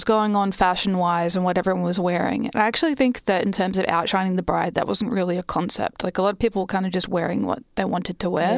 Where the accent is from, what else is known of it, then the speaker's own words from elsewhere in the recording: Australia; we're Australian